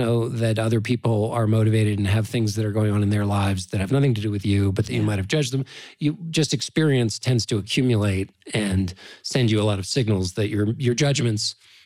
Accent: Washington, District of Columbia, United States; I'm from Washington, D.C. There are no horses, only asses.

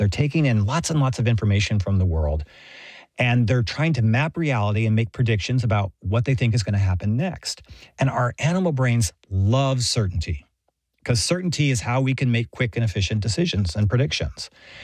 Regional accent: Houston, Texas, United States; I grew up in Texas, and even though I grew up in Houston, I never felt a strong identity of Texan.

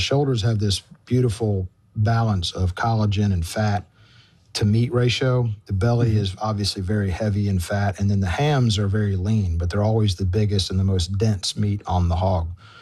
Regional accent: Memphis, Tennessee, United States; born there

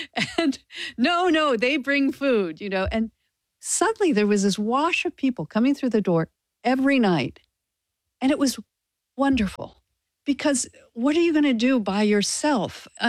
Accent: Canada; I was very attracted to Judaism as a religion. I grew up Episcopal in Canada. I wasn't not religious, but I just took it as it was given to me.

